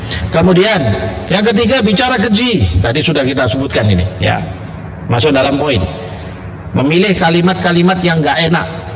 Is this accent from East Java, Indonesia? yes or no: yes; East Java, Indonesia; Saya kan orang Jawa Timur, saya ngomong harus kasar.